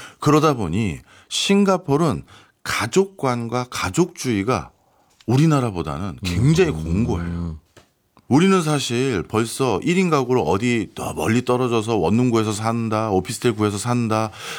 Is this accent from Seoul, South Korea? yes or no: yes; Seoul, South Korea; 저는 집도 서울이라서 굳이 나가서 따로 살 이유가 없잖아요.